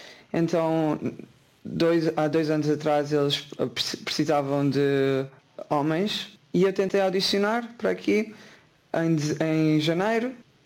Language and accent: Portuguese; Portugal; moved away as an adult; A primeira vez que saí de Portugal tinha apenas 18 anos e fui para Cape Town, na África do Sul.